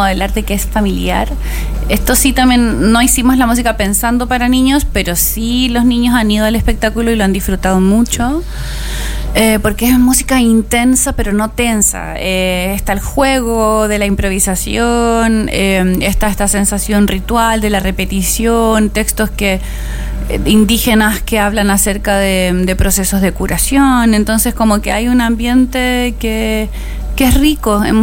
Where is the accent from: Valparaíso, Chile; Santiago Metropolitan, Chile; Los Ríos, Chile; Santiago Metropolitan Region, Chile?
Valparaíso, Chile; yo que soy de acá de Valpo desde chica